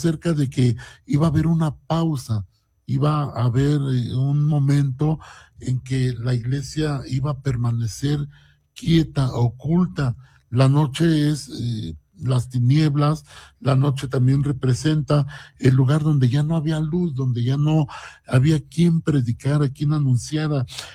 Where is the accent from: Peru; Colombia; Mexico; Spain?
Mexico; Yo creo que como mexicanos nos sentimos orgullosos